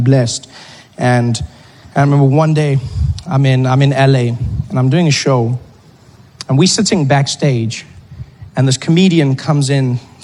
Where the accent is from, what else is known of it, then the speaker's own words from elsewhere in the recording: South Africa; I'm from South Africa.